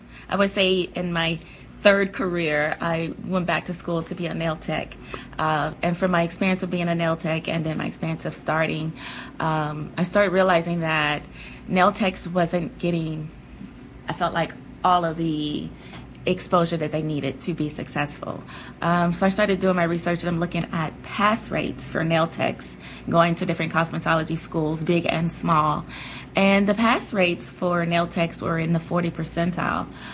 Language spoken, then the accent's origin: English; Louisiana, United States; also born or lived in Texas / New York; now in Kansas City, United States; I'm originally from Louisiana. If you're from Louisiana, you bounce back and forth from Texas to Louisiana. From Texas, I moved to New York. In New York, I lived there for about 12 years, and then that's where we found our way here to Kansas City.